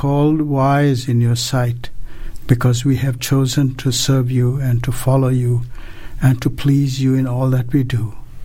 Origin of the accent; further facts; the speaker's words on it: Sri Lanka; Well, I'm from Sri Lanka originally.